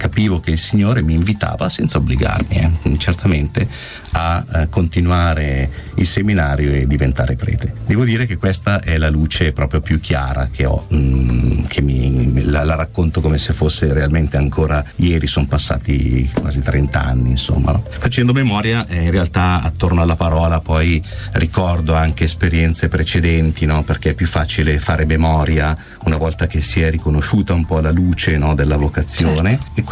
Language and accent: Italian; Abbadia Lariana, Lombardy, Italy; La mia vita è sempre nel piccolo paese sul lago nel quale sono nato, a Badia Lariana.